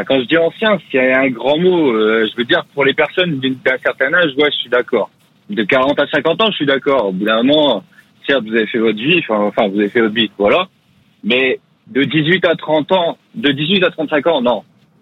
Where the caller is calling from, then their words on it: Dunkirk, Hauts-de-France, France; je suis sur la route, mais oui, je suis de Dunkerque de base.